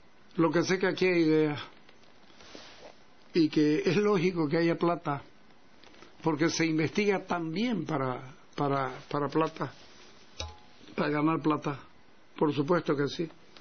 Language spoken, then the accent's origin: Spanish; Santa Cruz, Bolivia; no es que me ofenda como cruceño